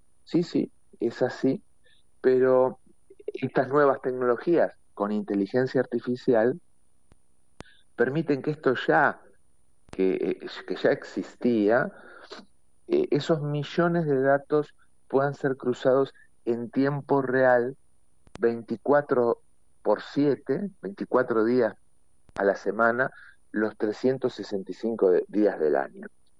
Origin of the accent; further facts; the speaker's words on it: Argentina; nosotros como argentinos